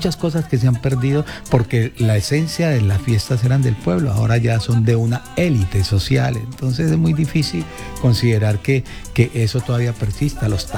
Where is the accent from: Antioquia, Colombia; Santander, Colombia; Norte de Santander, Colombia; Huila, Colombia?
Huila, Colombia; moved away as an adult; also born or lived in Bogotá; now in United States; esa tierra que le vio crecer y que le vio nacer y que en ella he pasado toda mi vida